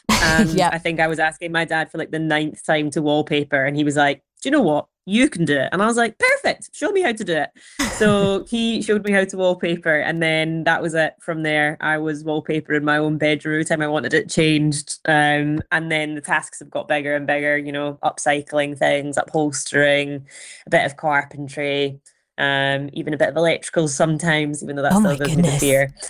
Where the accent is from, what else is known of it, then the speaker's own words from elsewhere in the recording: Glasgow, Scotland, United Kingdom; I grew up in Glasgow, but Italian heritage.